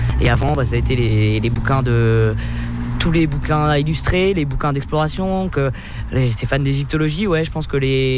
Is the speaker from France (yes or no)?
yes; Centre-Val de Loire, France; j'ai grandi en Sologne, donc c'était plutôt chasse-pêche, forêt et étang, et on voyageait pas du tout dans la famille, on était une famille nombreuse